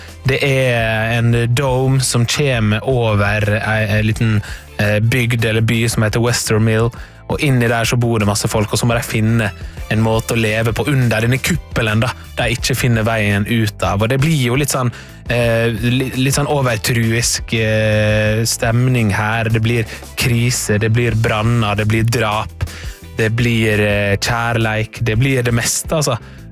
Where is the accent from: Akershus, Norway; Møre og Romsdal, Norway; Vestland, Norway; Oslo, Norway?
Møre og Romsdal, Norway; Larsnes; born there; moved away; jeg bodde hjemme på Larsnes på Sunnmøre